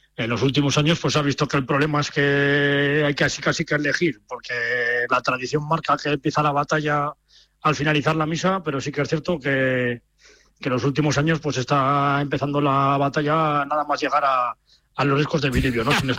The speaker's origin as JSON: {"language": "Spanish", "town": "Haro", "region": "La Rioja", "country": "Spain", "said": "los jarreros, ¿no? Que es el nombre que tenemos los que somos de aquí, de Haro, ¿no?"}